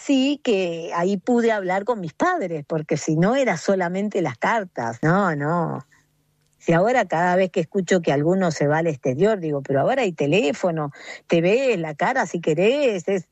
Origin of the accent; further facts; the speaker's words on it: Argentina; siento que nosotros como latinos, no sé si todos los latinos, pero los argentinos más que todos, tenemos algo muy especial.